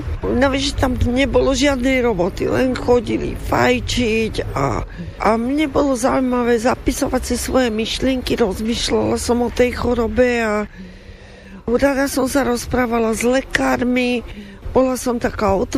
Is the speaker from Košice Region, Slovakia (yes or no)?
no; Martin, Žilina Region, Slovakia; čítala som si aj to, že pochádzam z Martina, môj starý otec bol taký oneskorený štúrovec. Rozprávalo sa u nás správne po slovensky, hovorili aj nemecky, aj maďarsky